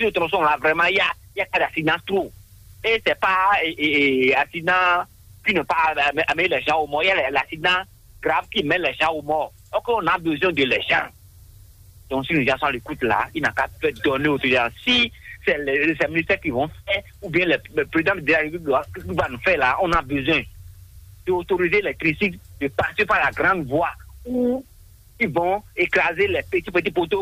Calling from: Cotonou, Littoral, Benin; je suis depuis Cotonou, Corribo.

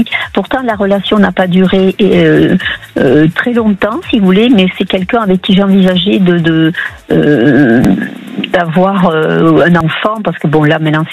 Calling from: Occitanie, France; Alors je vous appelle de l'Aude.

